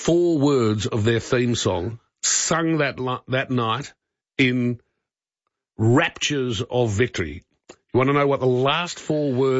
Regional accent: Adelaide, South Australia, Australia; Yeah, we're from Adelaide.

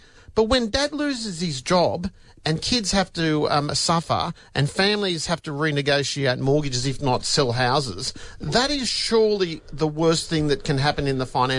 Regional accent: Sydney, New South Wales, Australia; I grew up in Western Sydney.

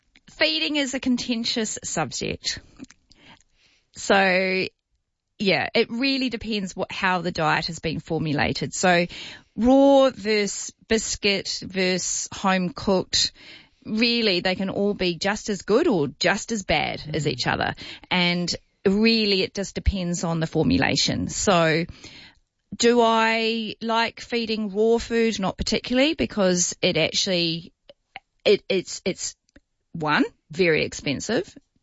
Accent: New Zealand; I grew up in New Zealand and we used to go to the park across the road and they had masses of aviaries

